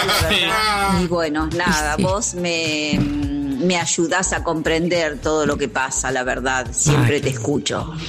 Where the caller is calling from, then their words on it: Buenos Aires, Argentina; de Villa Devoto